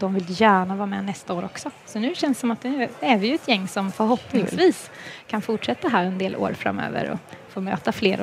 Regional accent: Värnamo, Jönköping County, Sweden; Ja, och jag är ju från Värnamo och då från Arkens pingstförsamling.

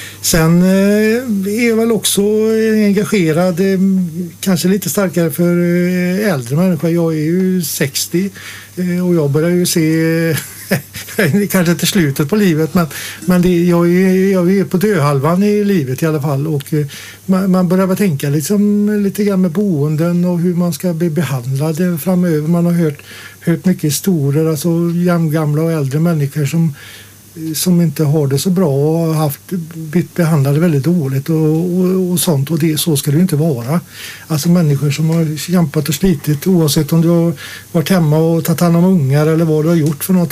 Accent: Dingle, Västra Götaland County, Sweden; jag är född i Dingle med Smutropolen. Vi hade väl kanske 900 personer eller 1000 invånare och jag är uppväxt på en liten skola.

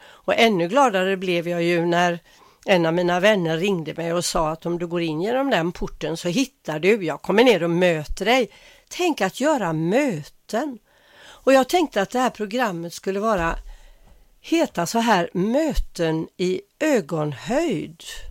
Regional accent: Gothenburg, Västra Götaland County, Sweden; Jag är göteborgare av födsel och ohejdad vana. Men jag har gjort lite utflykter här och där i mitt liv. Om inte annat så har jag ju varit på min sommarö Kalvsund. Jag har varit i Mölndal lite då och då.

